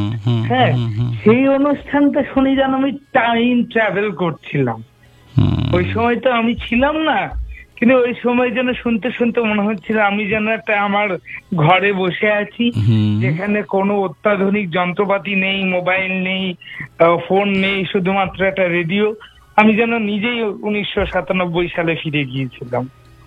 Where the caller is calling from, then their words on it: Malda, West Bengal, India; মালদা থেকে।